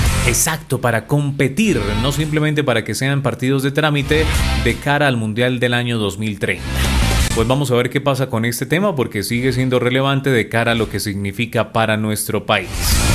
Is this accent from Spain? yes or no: no; Colombia